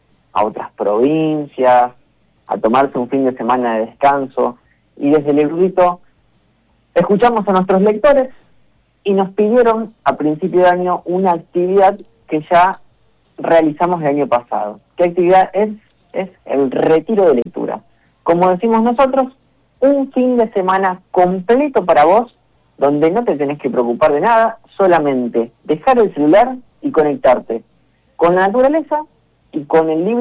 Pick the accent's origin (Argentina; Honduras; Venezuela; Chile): Argentina; San Lorenzo, Santa Fe; cuando les contamos que somos de San Lorenzo